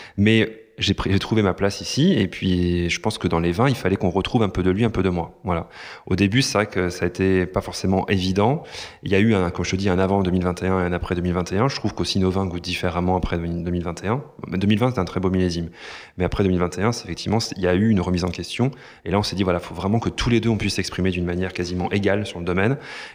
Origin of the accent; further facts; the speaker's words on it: Sancerre, Centre-Val de Loire, France; born there; now in Languedoc, France; Moi, je suis né à Sancerre